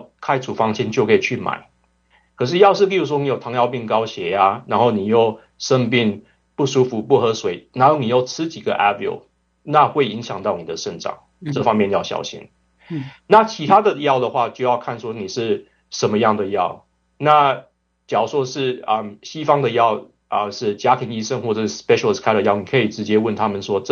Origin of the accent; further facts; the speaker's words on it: Taiwan; 因为我是来自台湾，所以我小时候我有吃过中药，我们家人也有吃过中药。